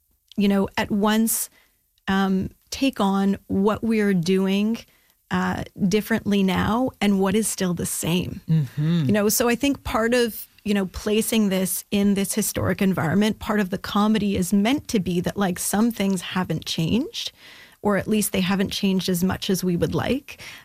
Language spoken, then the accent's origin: English; Ottawa, Ontario, Canada; I'm actually from Ottawa originally